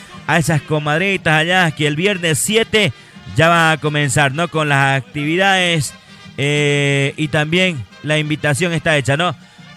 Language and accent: Spanish; Moromoro, Chuquisaca, Bolivia; moved away; Vámonos pa' Moromoro, allá mi tierra natal. Tierra de la chirimoya, ¿no, Moromoro?